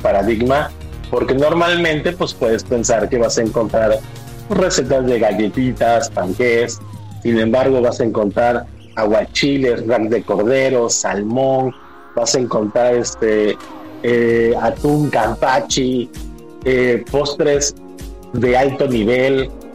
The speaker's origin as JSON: {"language": "Spanish", "region": "Veracruz", "country": "Mexico", "said": "yo soy de Veracruz y obvio, amo mi tierra."}